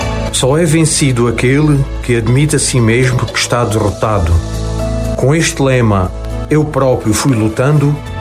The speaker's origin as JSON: {"language": "Portuguese", "town": "Portalegre", "region": "Alentejo", "country": "Portugal", "tie": "born or raised there", "said": "nasci em 25/7/66, sou natural de Porto Alegre e reformado."}